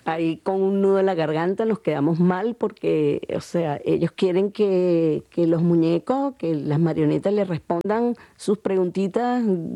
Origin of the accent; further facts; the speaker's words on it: Caracas, Capital District, Venezuela; Yo soy de Caracas, pero la zona donde tengo el centro cultural es Chichiviriche